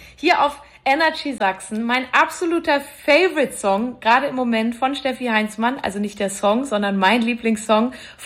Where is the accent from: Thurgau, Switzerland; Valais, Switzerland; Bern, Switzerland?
Valais, Switzerland; ich komme ja aus dem Wallis ursprünglich